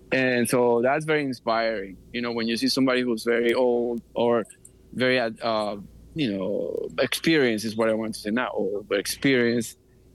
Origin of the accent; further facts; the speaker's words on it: Colombia; moved away; I come from Colombia